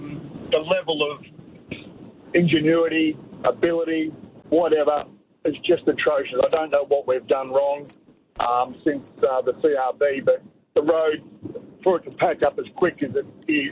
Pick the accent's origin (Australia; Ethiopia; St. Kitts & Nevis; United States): Australia; Portland, Victoria; born there; also born or lived in Melbourne; I was born in Melbourne, but I've lived in Portland the majority of my life